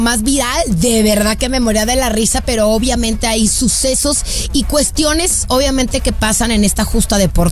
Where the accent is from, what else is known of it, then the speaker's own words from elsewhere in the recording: Guadalajara, Jalisco, Mexico; now in United States; estas tapatías importadas desde Guadalajara, Jalisco, México.